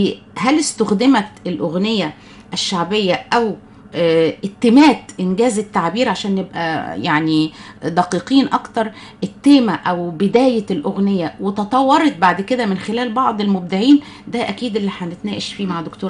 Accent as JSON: {"language": "Arabic", "country": "Egypt", "said": "أيضا عندنا في مصر يمكن يكون شكل الأغنية الشعبية اللي ابتدت"}